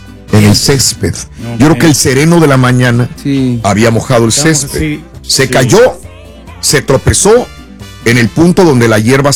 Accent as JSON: {"language": "Spanish", "country": "Mexico", "said": "si somos mexicanos también"}